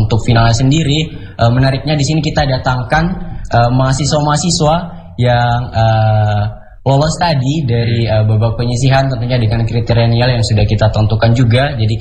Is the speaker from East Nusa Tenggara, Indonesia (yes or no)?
no; Central Sulawesi, Indonesia; moved away as an adult; now in Palu, Indonesia; Kalau saya sendiri, Bapak, aslinya dari Kabupaten Bual.